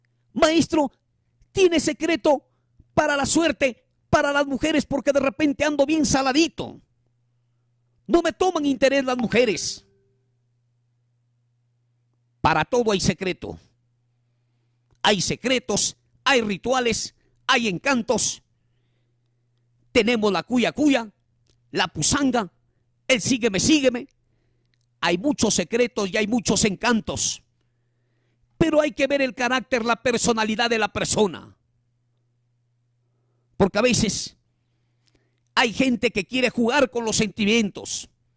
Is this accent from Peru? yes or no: yes; Salas, Lambayeque, Peru; soy un maestro norteño, desde Salas Penachí a San Luis.